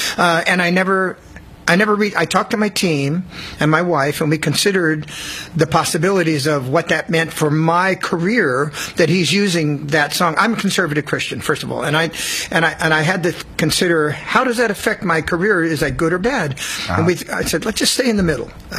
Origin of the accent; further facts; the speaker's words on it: Sacramento, California, United States; also born or lived in Los Angeles; in Los Angeles, raised in Sacramento.